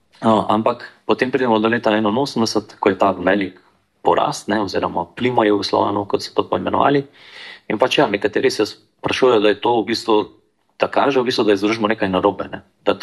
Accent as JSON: {"language": "Slovenian", "town": "Šmartno ob Paki", "region": "Savinja", "country": "Slovenia", "tie": "born or raised there", "said": "iz mojega rojstnega kraja, se pravi, na Šmartno opaki"}